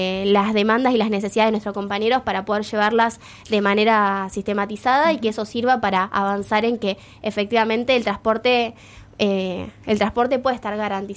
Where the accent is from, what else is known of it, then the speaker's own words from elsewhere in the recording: Berazategui, Buenos Aires Province, Argentina; yo soy del Berazategui, ya con eso te digo todo